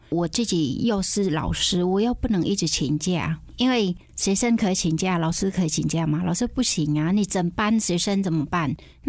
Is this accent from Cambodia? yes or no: yes; Cambodia; Chinese is a second language; moved away as an adult; now in Taiwan; 我来自柬埔寨，我来台湾22年了。来台湾之后呢，就慢慢的学习中文，